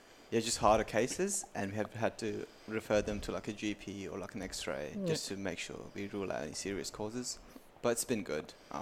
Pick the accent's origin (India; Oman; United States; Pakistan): Pakistan; also born or lived in Afghanistan; now in Australia; I'm from Afghanistan, but I was born and raised in Pakistan. I'm 22 years old